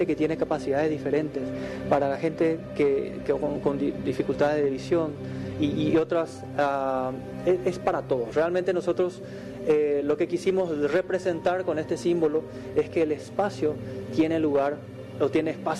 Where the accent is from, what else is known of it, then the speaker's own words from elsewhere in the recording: Paraguay; Entonces nos pusimos a pensar con todo el equipo y dijimos, ¿qué es lo que nos une como paraguayos?